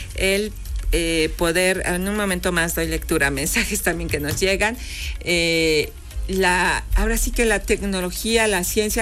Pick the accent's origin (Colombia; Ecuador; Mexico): Mexico; Puebla; porque yo me sumo a todo, porque soy poblana, así me siento parte de todos estos proyectos